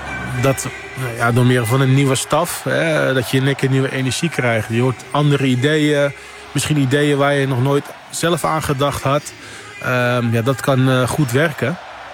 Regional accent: Netherlands; Ik denk dat wij als Nederlanders zijn dat liever hebben.

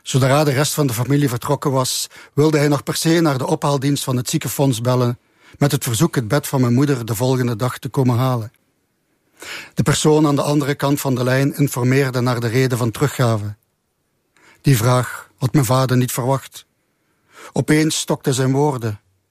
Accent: Limburg, Belgium; wat de gewoonte is bij ons in Limburg, het belang van Limburg.

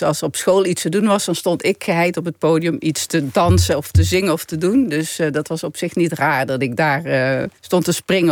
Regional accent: Simpelveld, Limburg, Netherlands; moved away; Ik zag de Keverbergen, dat is waar ik opgegroeid ben. Dat, zo heette die hoeve. Ik zag Simpelveld

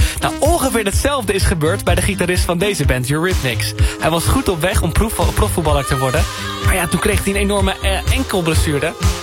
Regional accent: Rotterdam, South Holland, Netherlands; ik kom uit Rotterdam, ik ben voor Feyenoord en Feyenoord is nog steeds mijn clubje.

